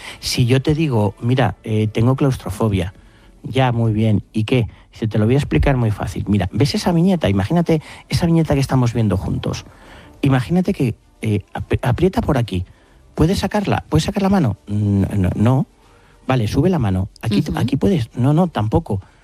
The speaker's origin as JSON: {"language": "Spanish", "country": "Spain"}